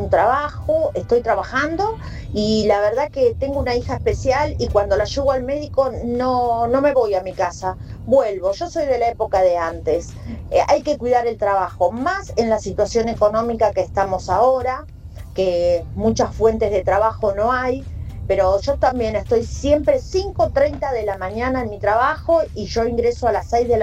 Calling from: Rafael Castillo, Buenos Aires Province, Argentina; de Rafael Castillo.

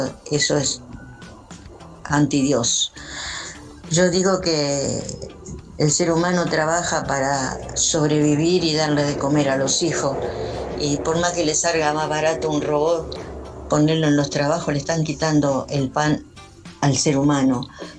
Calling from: Rosario, Santa Fe, Argentina; Hola Latina, buen día … de Rosario, estaba escuchando la consigna.

